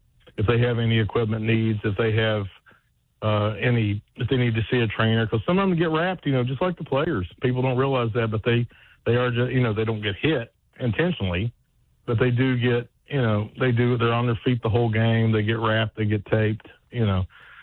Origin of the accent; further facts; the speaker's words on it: Lavalette, West Virginia, United States; I'm from Lavalette, which is just north of Wayne.